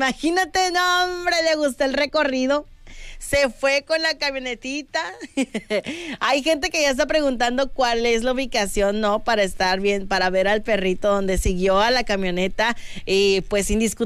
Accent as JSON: {"language": "Spanish", "country": "Mexico", "said": "estamos esperando, como buenos mexicanos, siempre a la última hora."}